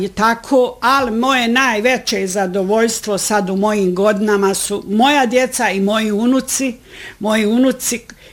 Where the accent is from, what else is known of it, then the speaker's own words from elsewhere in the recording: Vogošća, Federation of Bosnia and Herzegovina, Bosnia & Herzegovina; ja sam inače i rodom iz Vogošće, a u Vogošće ovdje sam se i udata.